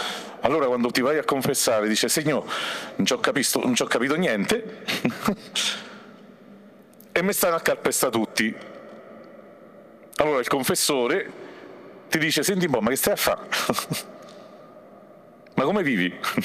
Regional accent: L'Aquila, Abruzzo, Italy; so dell'Aquila, quindi insomma il terremoto l'ho partecipato di prima persona

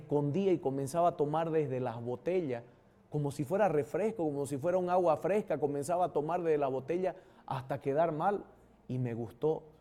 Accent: Bolivia; de la Orden de Predicadores, soy de Bolivia.

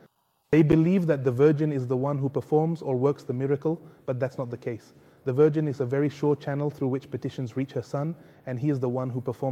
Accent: Aguascalientes, Mexico; now in Zapopan, Mexico; I'm from Aguascalientes

